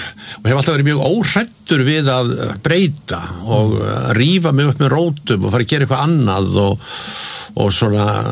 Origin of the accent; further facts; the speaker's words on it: Reykjavik, Capital Region, Iceland; Já, ég sko alveg upp í Laugarneskverfinu og hérna bjóð þar þegar ég var ungur maður og ég man eftir mér þar fyrst í Sigtúni 35